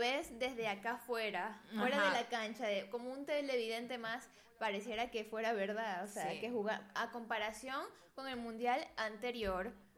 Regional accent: Ecuador; Nosotros las más ecuatorianas.

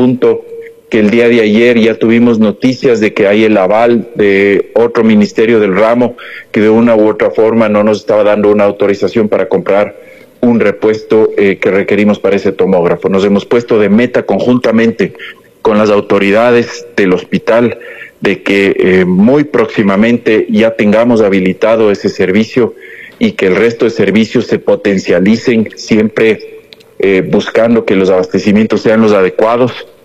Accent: Ambato, Tungurahua, Ecuador; La verdad es que soy una persona muy querendona de mi tierra, de mi Ambato, de mi Tungurahua

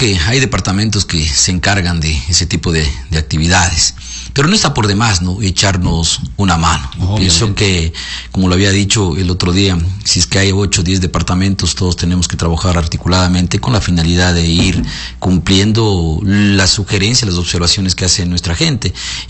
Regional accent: Macas, Morona Santiago, Ecuador; Yo soy de Macas, ahorita estoy en un departamento

